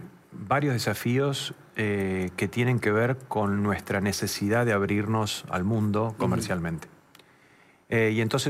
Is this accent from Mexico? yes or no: no; Argentina